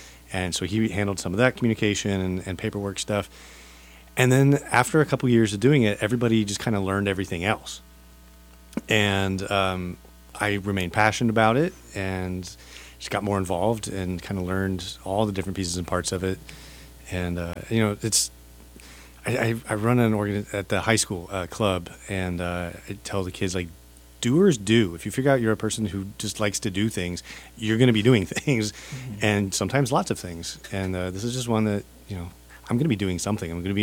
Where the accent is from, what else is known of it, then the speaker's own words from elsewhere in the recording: Kentucky, United States; moved away; growing up in Kentucky and in the 80s